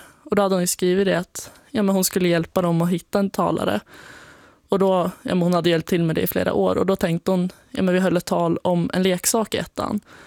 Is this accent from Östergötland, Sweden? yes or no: no; Jormvattnet, Jämtland County, Sweden; det har varit väldigt fint att växa upp där.